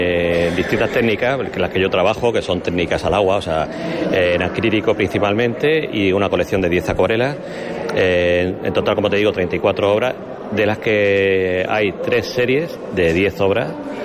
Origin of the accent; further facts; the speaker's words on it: Mula, Region of Murcia, Spain; yo soy de Muleño